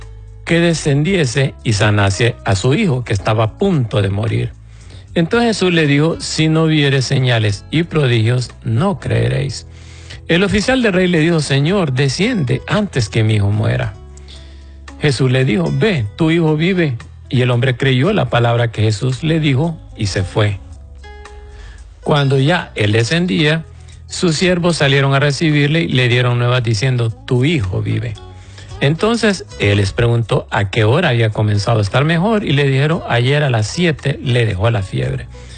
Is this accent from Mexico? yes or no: no; Honduras; nosotros le decimos pulpería a las pequeñas tiendas de los barrios, hermanos, aquí en Honduras les decimos pulpería